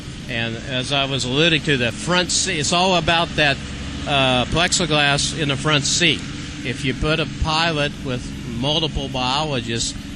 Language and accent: English; Illinois, United States; I grew up in Illinois, and just luckily, just at an event like this, met the state waterfowl biologist